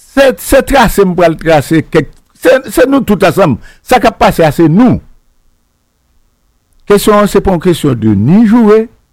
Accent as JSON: {"language": "French", "town": "Port-au-Prince", "region": "Ouest", "country": "Haiti", "said": "Et à moi, je viens de Port-au-Prince."}